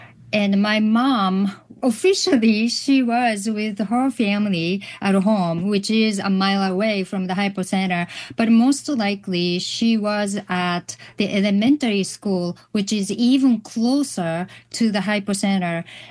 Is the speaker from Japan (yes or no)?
yes; Hiroshima, Japan; moved away; Growing up in Hiroshima, and especially in the 70s, 80s